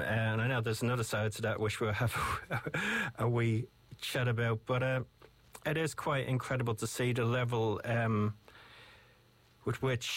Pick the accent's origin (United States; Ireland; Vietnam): Ireland; Dublin, Leinster; also born or lived in Skerries; now in New Zealand; Well, I'm from Dublin myself, but like I used to live out in Skerries